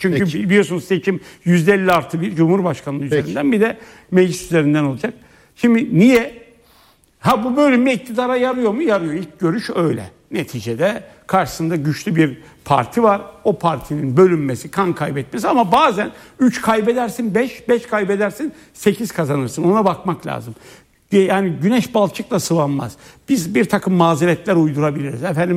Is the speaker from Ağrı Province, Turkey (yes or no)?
no; Nevşehir, Turkey; Nevşehir'den bir çiftçi yazmış. Ben Nevşehirliyim bu arada.